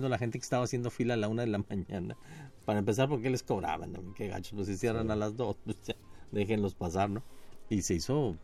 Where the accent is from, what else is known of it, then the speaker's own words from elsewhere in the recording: Mexico; y que los niños lo vean y admiren pues esa parte de nuestra cultura, de nuestra riqueza, como mexicanos.